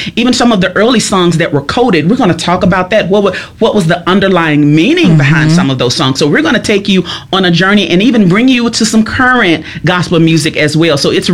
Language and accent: English; United States; I grew up in Itala County, right? I was raised by my grandparents